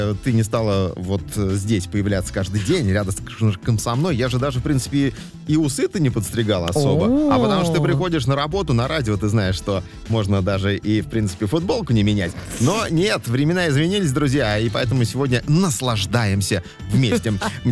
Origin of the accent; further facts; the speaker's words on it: Togliatti, Samara Oblast, Russia; АвтоВАЗ в Тюмени, а я из Тольятти, да.